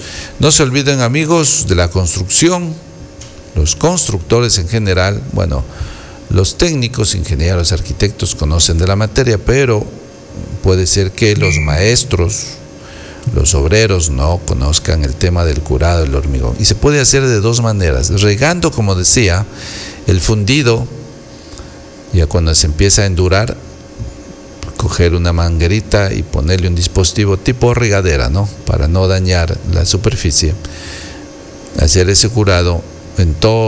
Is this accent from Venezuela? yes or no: no; Ecuador; Nosotros, como ecuatorianos